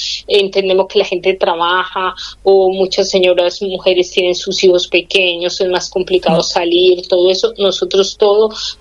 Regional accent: Colombia; now in Las Palmas de Gran Canaria, Spain; me atrevo a decirlo porque pues soy de origen colombiano

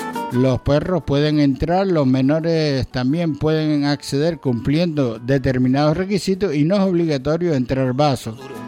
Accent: Canary Islands, Spain; Que somos de Canarias, tío.

